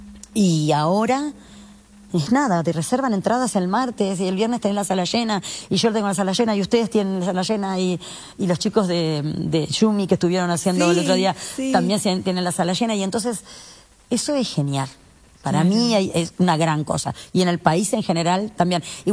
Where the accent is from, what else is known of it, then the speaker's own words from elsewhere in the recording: Uruguay; Y también hay una cultura de cómo somos nosotros los uruguayos. Somos más recatados, más miedosos tal vez. No sé si es miedoso, pero más conservadores, un montón de cosas.